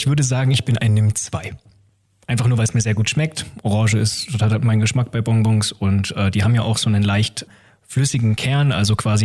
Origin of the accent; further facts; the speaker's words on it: Karlsruhe, Baden-Württemberg, Germany; born there; accent: Bavarian; moved away; Ich komme aus der Konkurrenzregion zu Schwaben, nämlich aus Baden, aus der schönen Stadt Karlsruhe. Und den Dialekt kann ich zwar selbst nicht, weil meine Familie ursprünglich aus Bayern kommt und dementsprechend eher das Bayerische drin ist. Auch nur dann, wenn mit mir Bayerisch gesprochen wird, interessanterweise.